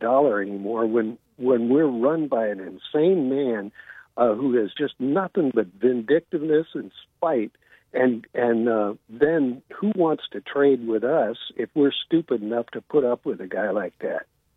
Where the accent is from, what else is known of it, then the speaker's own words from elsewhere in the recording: California, United States; Well, I'm the guy from California.